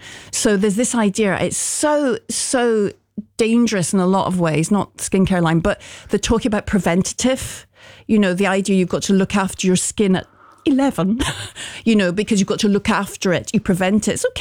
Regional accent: Glasgow, Scotland, United Kingdom; When I was a kid growing up in Glasgow

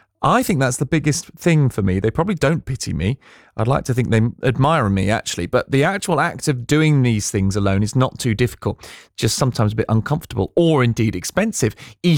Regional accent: England, United Kingdom; we're so used to it as English football fans

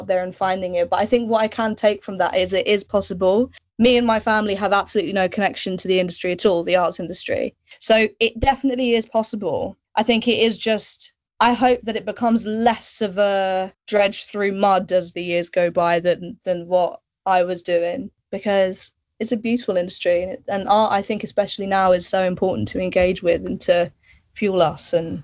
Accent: Aylesbury, South East England, United Kingdom; moved away as an adult; also born or lived in Scotland; growing up in Aylesbury, then going to Scotland

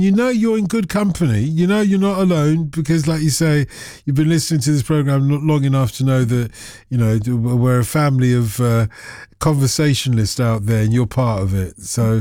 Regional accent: United Kingdom; we're British

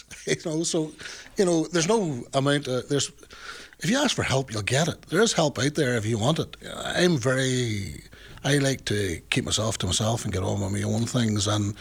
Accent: Bellaghy, Northern Ireland, United Kingdom; I'm so lucky because I come from Blighy.

